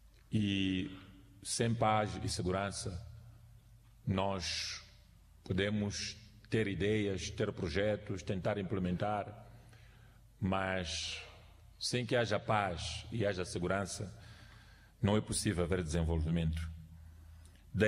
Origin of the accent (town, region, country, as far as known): Mozambique